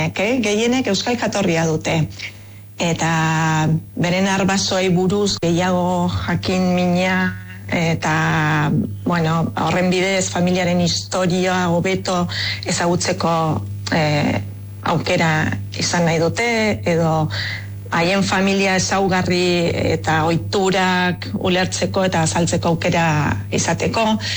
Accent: Argentina; born there; Basque is a second language; ni Argentinan jaioa naiz, euskaldun berria

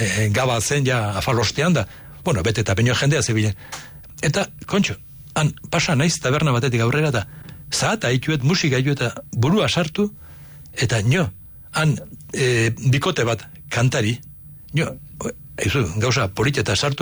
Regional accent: Basque Country, Spain; esango dute, kontxo, nongo zea espainola eta ez, euskalduna naiz.

